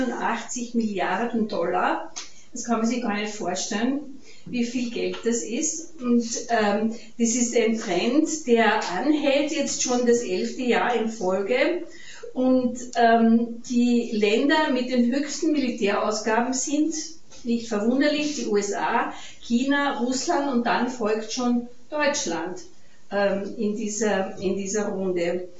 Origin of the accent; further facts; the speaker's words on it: Carinthia, Austria; now in Vienna, Austria; Ich lebe in Wien, wie die Judy schon gesagt hat, aber ich bin keine Wienerin, ich bin eine Kärntnerin.